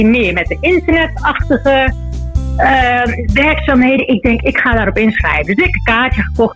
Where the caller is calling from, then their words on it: Spain; Vanuit het zonnige Spanje.